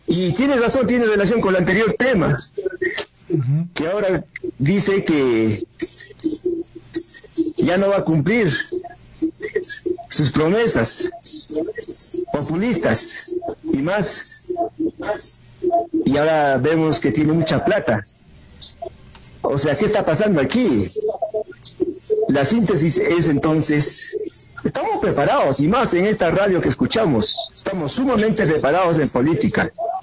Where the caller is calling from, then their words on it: Juliaca, Puno, Peru; desde Juliaca.